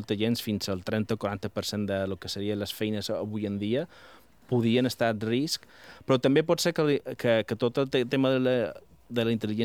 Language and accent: Catalan; Palma, Balearic Islands, Spain; moved away as an adult; also born or lived in Barcelona; Sí, som de Palma, sí.